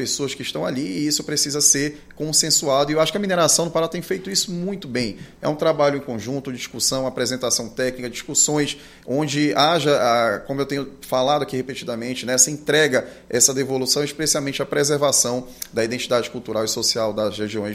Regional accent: Pará, Brazil; nós como paraenses

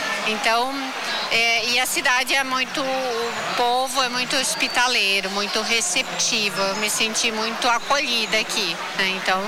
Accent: Rio Grande do Sul, Brazil; now in Maranhão, Brazil; Como eu sou natural do Rio Grande do Sul, é uma outra ponta do Brasil, né, atualmente moro no Maranhão

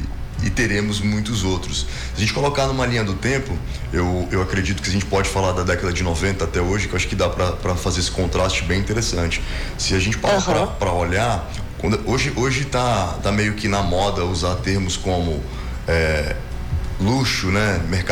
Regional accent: Manaus, Amazonas, Brazil

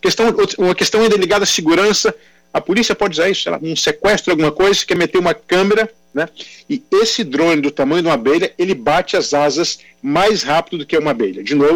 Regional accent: Brasília, Federal District, Brazil; now in United States

